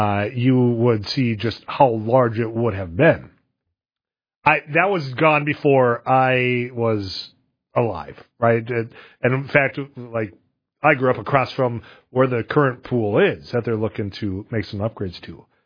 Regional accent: Leeds, United States; in the small town that I grew up in Leeds

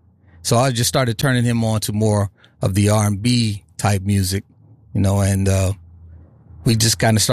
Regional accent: Minneapolis, Minnesota, United States; Because we grew up in Minneapolis, and we probably did have some overlapping musical tastes.

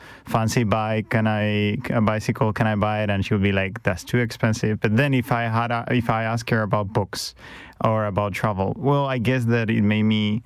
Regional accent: Madrid, Community of Madrid, Spain; English is a second language; moved away as an adult; I grew up in Madrid, and I started journalism in Madrid.

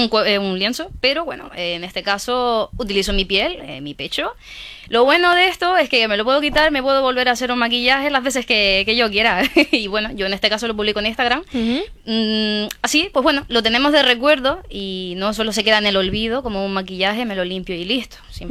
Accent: Fuerteventura, Canary Islands, Spain; Soy de Fuerteventura uh-huh. y tengo 21 años

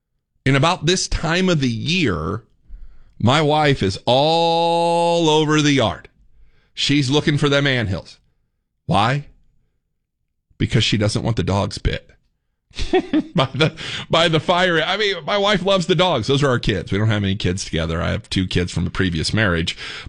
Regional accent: Fort Wayne, Indiana, United States; now in Texas, United States; so we came from Fort Wayne, Indiana, where the most dangerous thing you'd probably deal with was a mosquito.

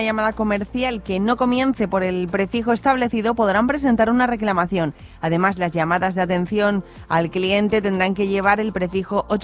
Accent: Valencia, Valencian Community, Spain; moved away; pues en mi tierra, con mi madre ahí en el público, me encontré una amiga de la infancia

